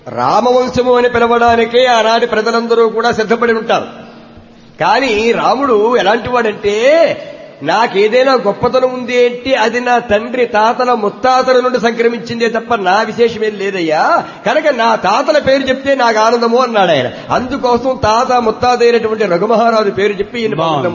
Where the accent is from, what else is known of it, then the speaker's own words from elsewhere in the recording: East Godavari district, Andhra Pradesh, India; మా స్వగ్రామం తూర్పుగోదావరి జిల్లా ఏడిద ప్రక్కనే మెండపాట